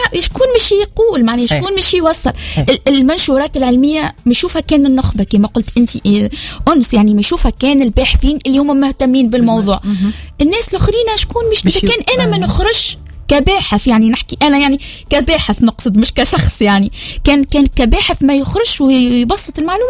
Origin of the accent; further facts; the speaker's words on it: Tunisia; واحنا في تونس